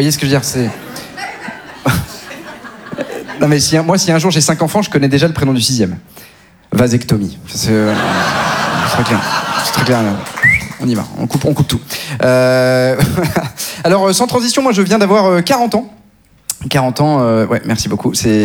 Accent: Neuilly-sur-Seine, Île-de-France, France; Alors moi, je suis une caricature parce que non seulement j'ai grandi à Neuilly, mais en plus dans une famille nombreuse.

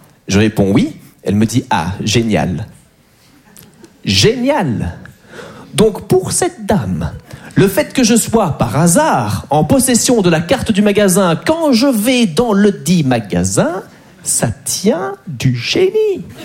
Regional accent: Belgium; je suis très content de jouer en France. Moi, j'adore les Français, même si je suis belge, hein

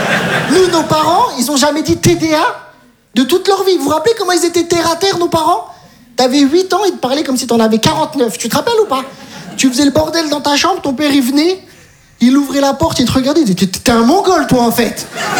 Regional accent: Metz, Grand Est, France; Je viens de Metz, j'ai tout abandonné.

